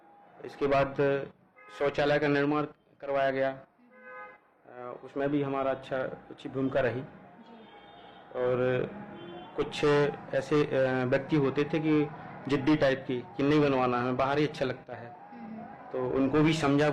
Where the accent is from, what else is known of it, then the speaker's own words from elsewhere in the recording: Niwari district, Madhya Pradesh, India; मैं ग्राम पंचायत जोगियाई से बिलोंग करता हूँ